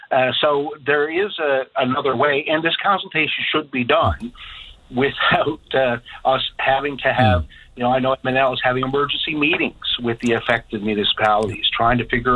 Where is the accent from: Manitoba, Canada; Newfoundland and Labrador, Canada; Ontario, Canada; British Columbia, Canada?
Newfoundland and Labrador, Canada; Corner Brook; my hometown and in Cornerbrook